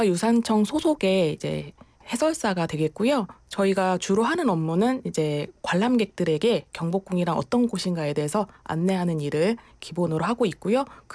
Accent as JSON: {"language": "Korean", "region": "Seoul", "country": "South Korea", "said": "저는 이제 서울 사람인데 이 딱딱한 이 도심에서 좀 편안한 자연으로 들어가는 느낌이 너무 좋은 것 같습니다."}